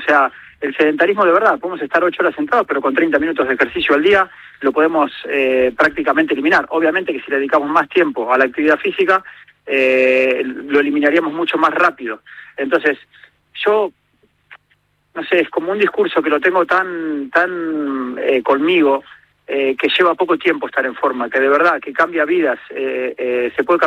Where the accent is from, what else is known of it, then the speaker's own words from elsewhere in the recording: Spain; moved away; yo hace nada vine de España y hace 25 años